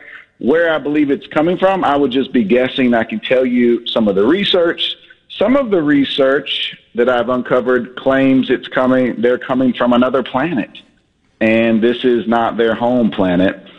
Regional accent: North Carolina, United States; I am from Western North Carolina.

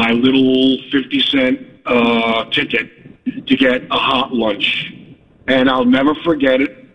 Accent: Harrison, New York, United States; I grew up in Harrison, Westchester, a very wealthy place

